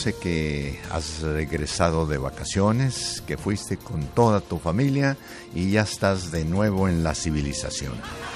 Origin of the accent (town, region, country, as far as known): Zacatecas, Mexico; moved away